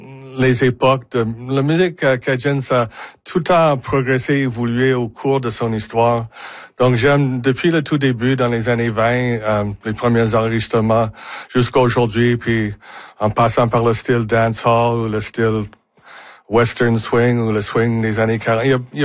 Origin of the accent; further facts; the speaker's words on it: Moncton, New Brunswick, Canada; also born or lived in Halifax; now in Montreal, Canada; Je vis dans un exil semi-permanent à Montréal, mais je suis Maritimer. Je suis né à Halifax. Moncton, Moi, je suis francophile, puis Moncton était la place où j'ai fait mon école primaire.